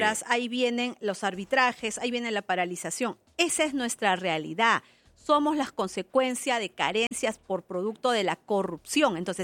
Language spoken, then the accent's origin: Spanish; Peru; el gran poder que tenemos los peruanos.